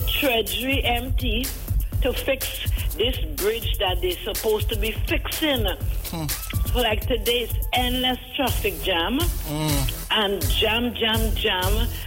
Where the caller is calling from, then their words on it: Sangre Grande, Trinidad & Tobago; I am calling you from Sandy Grande.